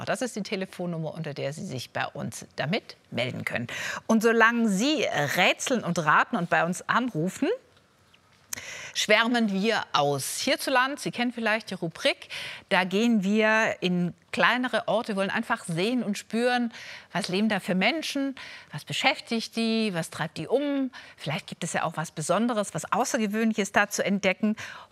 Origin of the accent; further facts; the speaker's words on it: Baden-Württemberg, Germany; mit der Oberschwäbin.